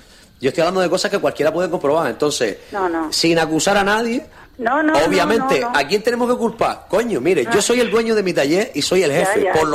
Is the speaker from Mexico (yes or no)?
no; Canary Islands, Spain; nosotros como canarios queremos soluciones